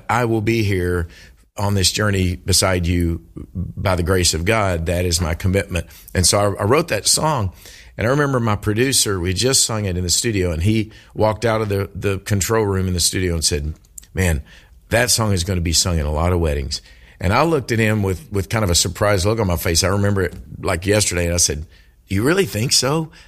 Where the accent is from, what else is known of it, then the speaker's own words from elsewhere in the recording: Kentucky, United States; accent: Southern; I am from Kentucky.